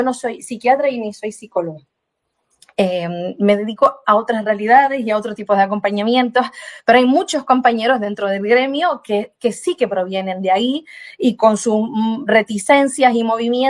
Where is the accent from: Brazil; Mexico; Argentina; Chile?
Brazil; Yo soy indígena, yo soy brasileña natural brasileña